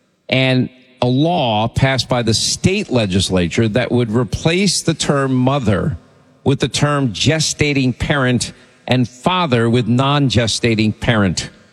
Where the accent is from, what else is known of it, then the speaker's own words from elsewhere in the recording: Philadelphia, Pennsylvania, United States; accent: New York; I grew up in Philly, but I talk like a New Yorker.